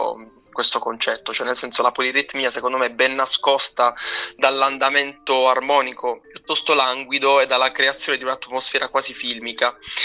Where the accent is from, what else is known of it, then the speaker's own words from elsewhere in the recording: San Michele, Apulia, Italy; L'associazione di San Michele, il mio paese, ho iniziato il mio percorso musicale lì e poi ho continuato insomma in conservatorio